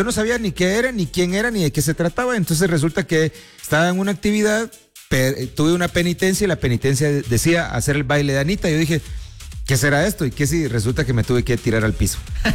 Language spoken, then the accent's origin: Spanish; Guatemala; somos guatemaltecos, mi hermano.